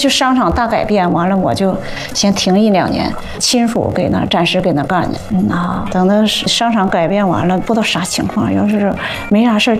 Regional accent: Jilin, China; 就别看我是吉林的，那各方面都不行

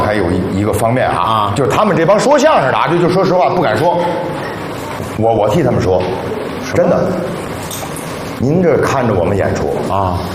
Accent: Tianjin, China; 我们天津话呀，叫话匣子

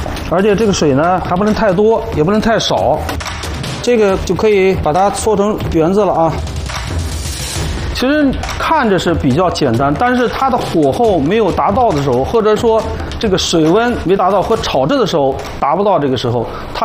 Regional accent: Anhui, China; moved away

